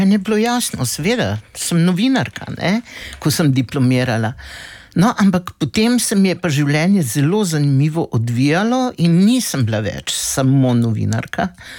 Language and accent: Slovenian; Koper, Coastal–Karst, Slovenia; Koper je seveda moje rojstno mesto. Rodila sem se v porodnišnici, živeli smo pa v tisti znani hiši